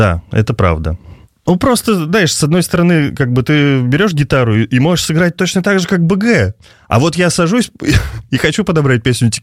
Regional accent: Kirov, Kirov Oblast, Russia; он приезжал в город Киров, мой родной город.

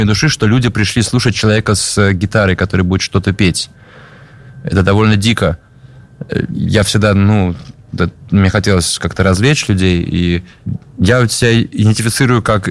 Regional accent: Russia; moved away as an adult; now in Haifa, Israel; Ну, живя в России, говоря по-русски, я, конечно, был больше русский.

